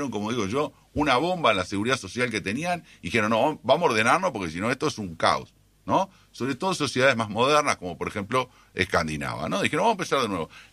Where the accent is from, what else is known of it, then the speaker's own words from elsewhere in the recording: Uruguay; hay cosas que nosotros debemos discutir como uruguayos de derogaciones que tiene el BPS.